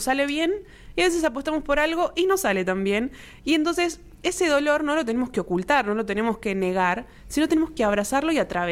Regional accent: Argentina

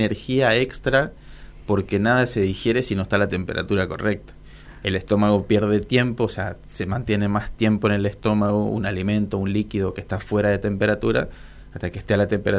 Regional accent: Corrientes, Argentina

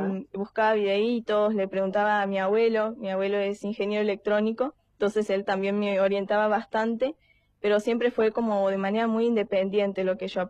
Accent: Villa Carlos Paz, Córdoba, Argentina; yo soy de acá de Carlos Paz

